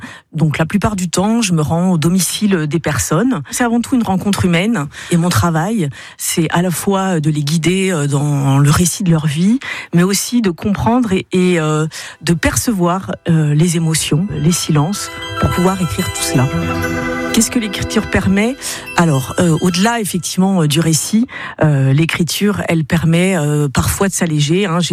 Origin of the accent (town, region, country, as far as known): Parigné-l'Évêque, Pays de la Loire, France; born or raised there; also born or lived in Le Mans